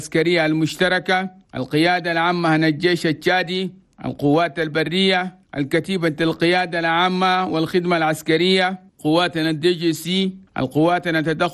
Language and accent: Arabic; Chad